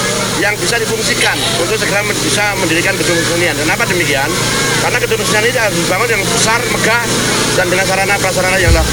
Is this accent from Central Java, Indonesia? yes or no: yes; Surakarta, Central Java, Indonesia; kita malu sebagai warga Solo